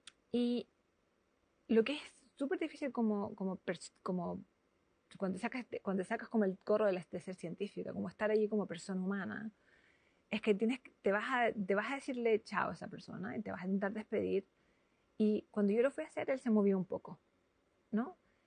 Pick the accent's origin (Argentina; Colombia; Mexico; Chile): Chile; now in Bochum, Germany; Yo digo, soy una fake Italian. Yo soy chilena.